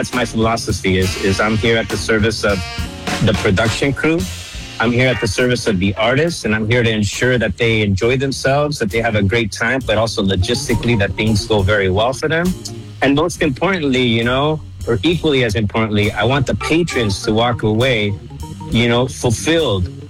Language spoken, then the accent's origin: English; San Jose, California, United States; And now I'm here at San Jose, you know, first time in my life working in San Jose. And I'm from San Jose.